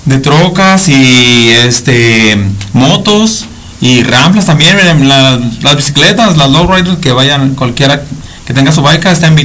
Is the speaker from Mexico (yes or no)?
yes; Mexico; es de todos los mexicanos, nada más mexicanos somos paisas.